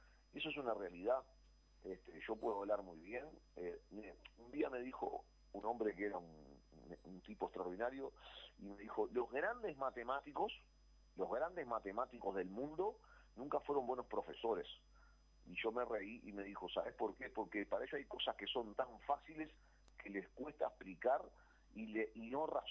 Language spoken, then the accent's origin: Spanish; Uruguay; nosotros como uruguayos